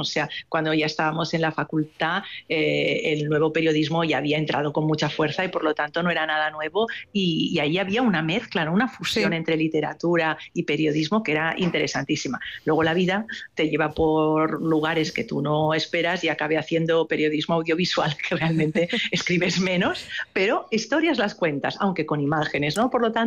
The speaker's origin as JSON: {"language": "Spanish", "town": "Barcelona", "region": "Catalonia", "country": "Spain", "said": "No soy de La Escala porque yo soy urbana de Barcelona."}